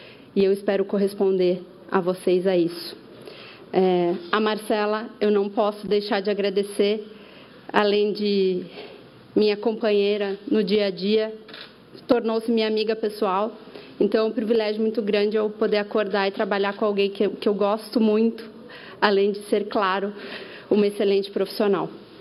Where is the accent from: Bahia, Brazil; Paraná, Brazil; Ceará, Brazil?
Paraná, Brazil; Curitiba; moved away as an adult; now in São Paulo, Brazil; Eu sou natural de Curitiba, como eu mencionei. Eu vim a São Paulo já tem 15 anos.